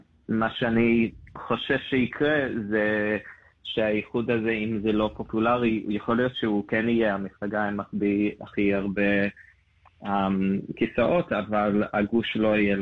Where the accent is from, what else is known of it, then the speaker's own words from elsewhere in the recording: Melbourne, Victoria, Australia; moved away as an adult; now in Israel; אני גדלתי במלבורן, הייתי מורה בתיכון שם במספר בתי ספר יהודים, וב-2018 אני עליתי לארץ עם המשפחה שלי